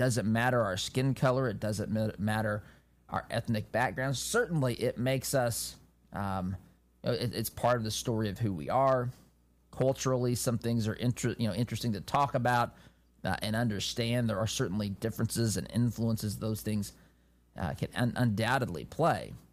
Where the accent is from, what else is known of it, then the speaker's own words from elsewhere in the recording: United States; as an American citizen, as a Christian